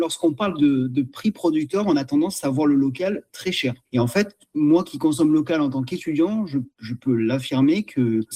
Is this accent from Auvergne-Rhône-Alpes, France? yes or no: no; Provence-Alpes-Côte d'Azur, France; moved away; Nous, on est originaire des Hautes-Alpes